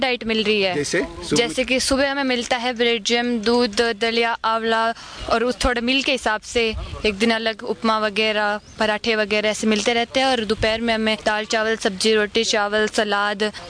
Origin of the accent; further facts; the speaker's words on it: Barmer, Rajasthan, India; मैं बाड़मेर से हूँ